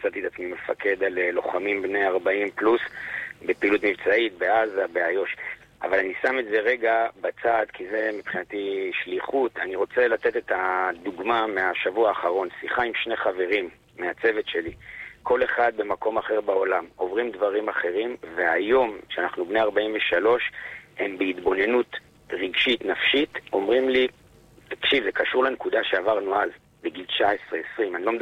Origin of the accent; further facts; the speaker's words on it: Jerusalem, Jerusalem District, Israel; moved away as an adult; אני ברחתי מירושלים, כי ירושלים הייתה שם עד גיל 23